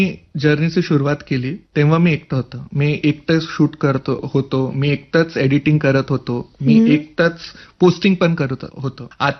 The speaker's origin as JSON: {"language": "Marathi", "town": "Chhatrapati Sambhajinagar", "region": "Maharashtra", "country": "India", "tie": "born or raised there", "also_born_or_lived": "Sagar, Madhya Pradesh", "first_language": "Hindi", "second_language": "Marathi", "said": "माझा birth place सागर मध्य प्रदेशला आहे, पर माझी जन्मभूमी मध्य प्रदेश आहे, पर माझी कर्मभूमी महाराष्ट्र आहे. तर अगदी from my Kinder garden I am staying in Sambhajinagar only."}